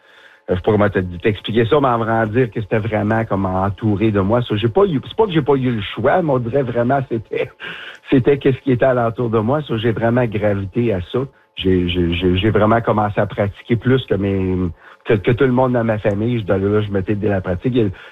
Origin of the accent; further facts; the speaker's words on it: Smooth Rock Falls, Ontario, Canada; moved away as an adult; now in Ottawa, Canada; Je suis un petit gars du nord de l'Ontario, moi aussi. Je viens de Smooth Rock Falls, Ontario. Alors, pas trop loin de Sudbury. Et puis, j'ai resté là 21 ans avant de m'en venir dans le bout d'Ottawa.